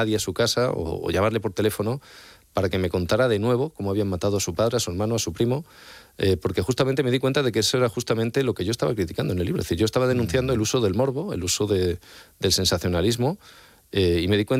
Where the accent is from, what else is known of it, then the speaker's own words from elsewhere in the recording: Extremadura, Spain; Yo vengo de la Sierra de Gata, hasta el norte de Cáceres